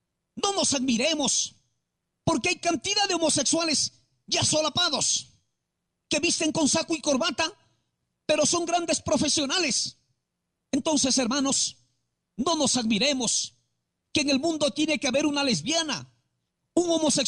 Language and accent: Spanish; Tabaloso, San Martín, Peru; ¿de qué lugar eres tú? De Tabaloso.